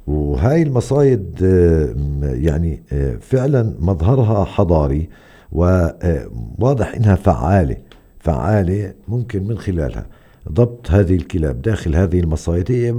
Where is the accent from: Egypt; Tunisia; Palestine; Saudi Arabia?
Palestine; Hebron, West Bank; وعندنا في الخليل منع التجوال